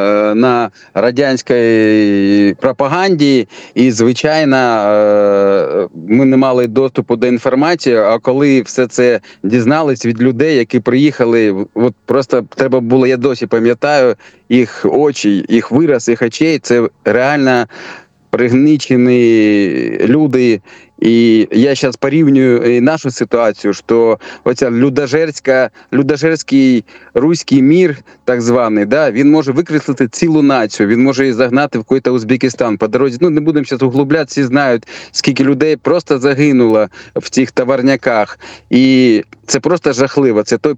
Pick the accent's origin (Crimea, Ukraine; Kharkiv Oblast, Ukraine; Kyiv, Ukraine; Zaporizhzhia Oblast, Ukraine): Crimea, Ukraine; moved away as an adult; Ні, я там не народився, але з дитинства, один річок мені був, і, звичайно, все моє дитинство, це я вважаю свої батьківщини, я ходив в школу, я там, до 18 років я там жив.